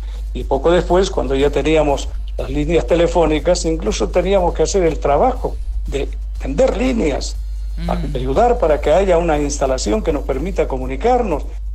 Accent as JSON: {"language": "Spanish", "region": "Potosí", "country": "Bolivia", "tie": "born or raised there", "said": "en los escenarios deportivos de la Villa Imperial, de donde soy, de Potosí."}